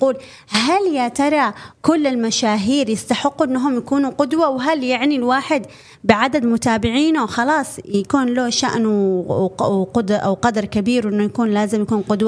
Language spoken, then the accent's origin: Arabic; Yemen; عندنا في اليمن